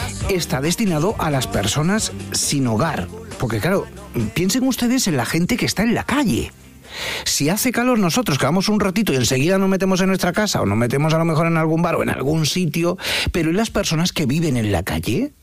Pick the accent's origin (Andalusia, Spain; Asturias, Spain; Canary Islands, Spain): Andalusia, Spain; Málaga; yo que soy de Málaga, acostumbrado a tener el mar cerquita